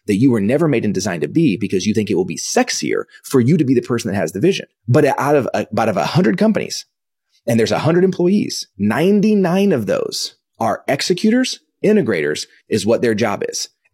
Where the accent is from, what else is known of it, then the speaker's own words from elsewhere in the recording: Dallas, Texas, United States; also born or lived in Kansas; So I was born in 1983. I was born in Kansas, only there for about a week. Came back to Dallas